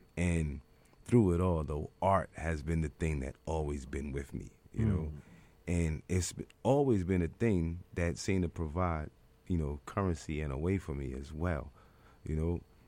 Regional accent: New York City, New York, United States; I'm from Harlem

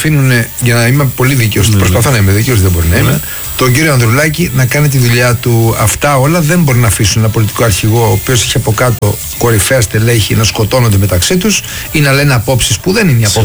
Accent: Lamia, Central Greece, Greece; δεν είμαι κάτοικος στη Δημότηση, είμαι από Λαμία, απλά έχω φίλους στην περιοχή.

